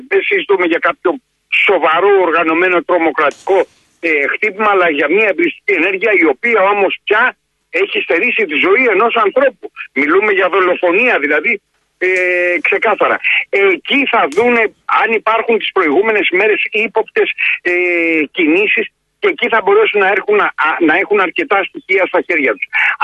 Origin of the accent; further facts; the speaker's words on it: Peloponnese, Greece; όπως λένε και στο χωριό μου στην Πελοπόννησο